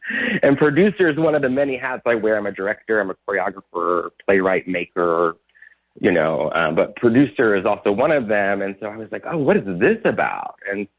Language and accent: English; Arkansas, United States; Growing up in Central Arkansas, of course, going back and forth to visit friends.